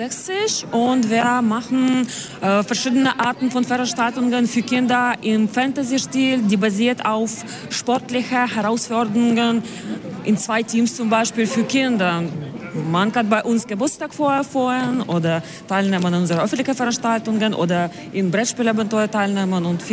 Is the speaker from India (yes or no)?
no; Ukraine; German is a second language; moved away as an adult; now in Germany; Wir sind aus der Ukraine